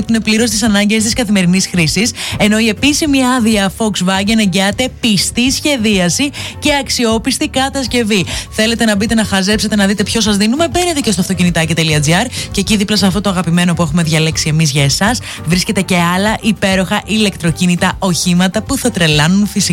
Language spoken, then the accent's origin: Greek; Thessaly, Greece; είμαι και από τη Θεσσαλία.